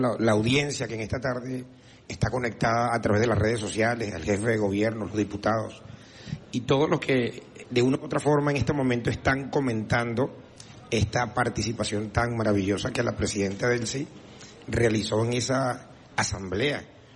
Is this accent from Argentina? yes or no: no; Venezuela; vengo a hablar en nombre de algo que a todos nos reúne bajo un solo apellido, como venezolanos y como venezolanas.